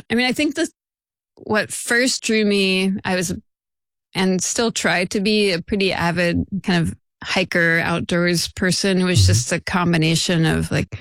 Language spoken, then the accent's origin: English; Florida, United States; moved away as an adult; also born or lived in Oklahoma; now in Eureka, United States; the other part of my family is from Florida. So grew up in the panhandle. So the lower Alabama part of Florida. Mm-hmm. And, you know, that's like the Gulf of Mexico, so lots of like white sand beaches, oak trees, bayous